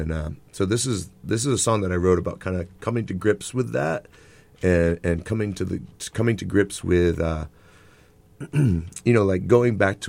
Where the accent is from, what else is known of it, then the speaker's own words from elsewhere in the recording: Connecticut, United States; moved away as an adult; also born or lived in Los Angeles; I grew up here in Connecticut, and then I went to school for music.